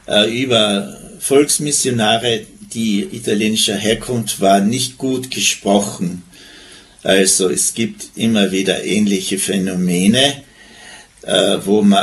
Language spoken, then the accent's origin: German; Tyrol, Austria; wenn ich dann wieder in das Land, wo ich herstamme, komme, nach Tirol